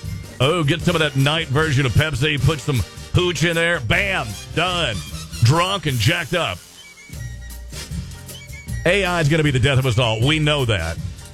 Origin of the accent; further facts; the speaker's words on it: Kentucky, United States; I'm from Kentucky. I'm a total hillbilly.